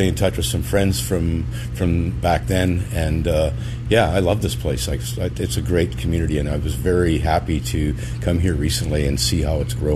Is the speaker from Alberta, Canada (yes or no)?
no; Plum Coulee, Manitoba, Canada; moved away; I have a great memories of being in Plum Cooley growing up here. My dad had the Massey Ferguson dealership